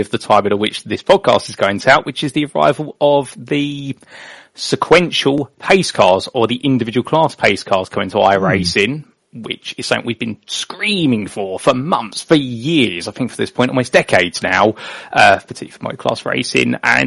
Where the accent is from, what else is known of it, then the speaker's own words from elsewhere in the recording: United Kingdom; growing up in the United Kingdom and watching British motorsport and Formula One, you only know the circuits they go to unless you start doing your research